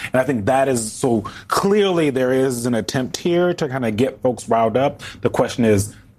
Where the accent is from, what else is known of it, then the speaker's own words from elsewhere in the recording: Texas, United States; accent: Texas; moved away; I was back in Texas, baby, my accent coming out.